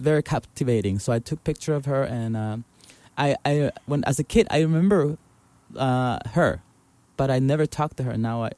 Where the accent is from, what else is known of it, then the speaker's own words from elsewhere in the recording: Mexico; moved away as an adult; also born or lived in San Luis Obispo, California / Sebastopol, California; now in United States; I became coming from Mexico.